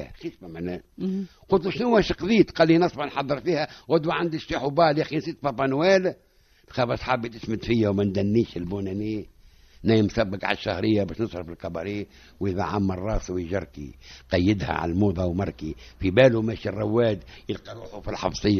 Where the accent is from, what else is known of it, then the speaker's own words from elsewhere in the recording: Tunisia; البوسبول كان عندنا في تونس كنت نتفرج فيه أنا وخالي في محمد الخامس